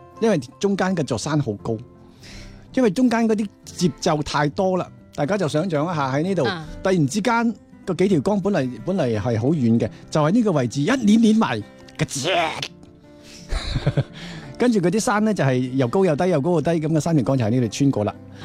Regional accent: Guangdong, China; 你的口味如果好像我们广东人口味淡的话，

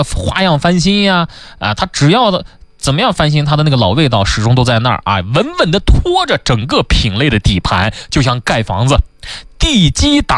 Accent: Xinjiang, China; 我们新疆人说话非常喜欢用倒装句啊

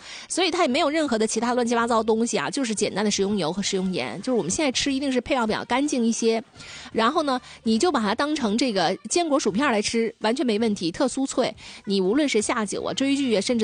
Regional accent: Northeast China, China; 我们东北人对这个蚕蛹的喜爱真的是方方面面

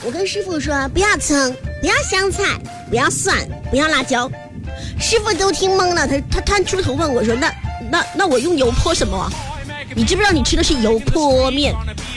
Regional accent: Sichuan, China; 在我们四川话叫皮鞋

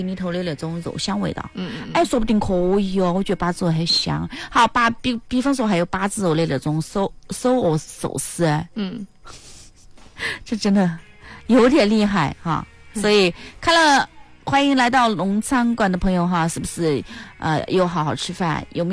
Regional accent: Chongqing, China; 就像我们重庆人以前问候也是吃饭了没有哦，

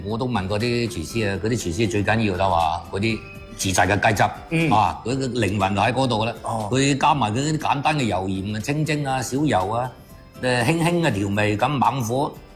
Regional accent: Guangdong, China; 我哋廣東人

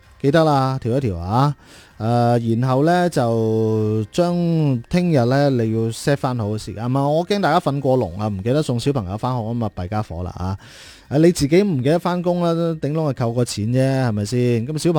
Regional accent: Zhaoqing, Guangdong, China; 咁作为自己有我哋肇庆人

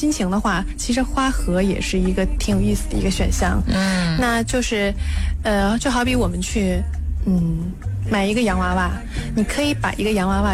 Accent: China

